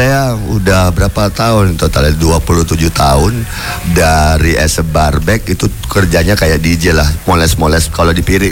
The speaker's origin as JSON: {"language": "Indonesian", "town": "Makassar", "region": "South Sulawesi", "country": "Indonesia", "said": "Saya Makassar."}